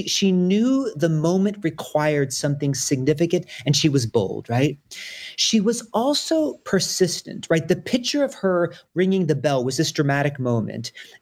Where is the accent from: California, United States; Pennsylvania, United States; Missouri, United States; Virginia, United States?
Pennsylvania, United States; Philadelphia; born or raised there